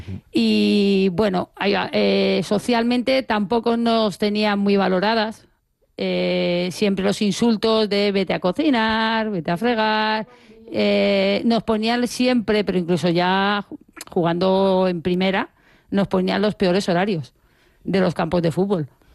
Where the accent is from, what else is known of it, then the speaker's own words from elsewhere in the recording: Madrid, Community of Madrid, Spain; born there; Yo soy del Pozo del Torremundo de nacimiento